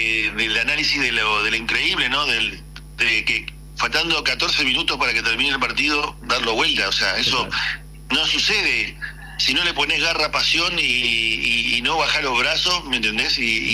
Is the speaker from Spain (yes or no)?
no; Argentina